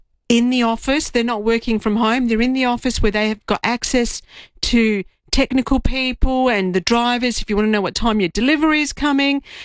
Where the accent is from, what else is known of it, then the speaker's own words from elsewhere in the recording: Australia; I'm an Aussie, but yeah. My parents are Greek.